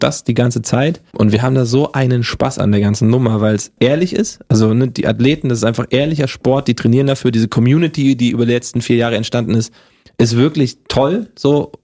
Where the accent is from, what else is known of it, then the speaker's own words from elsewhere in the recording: Hesse, Germany; accent: Hessian; Das Hessisch abtrainieren, komme ich aus Hessen, da hatte ich so diesen Dialekt gleich drauf, der wurde mir abtrainiert, war auch gut so. Aber ohne, dass ich jetzt meine hessischen Wurzel verliere.